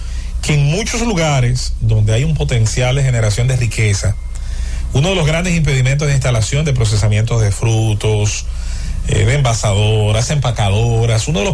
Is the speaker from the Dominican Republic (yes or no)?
yes; Dominican Republic